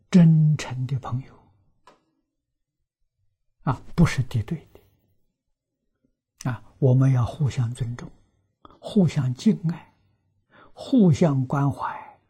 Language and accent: Chinese; China; 可是四摄法里面的布施呢，就是我们中国人常讲的请客送礼，就是这个意思。